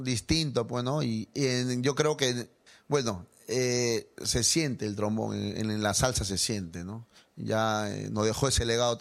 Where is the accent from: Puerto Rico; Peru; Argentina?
Peru; Lima; yo soy peruano, ¿no? Soy de Lima, ¿ya? Me crié en Surquillo, ya en la cuadra 11 de Angamos.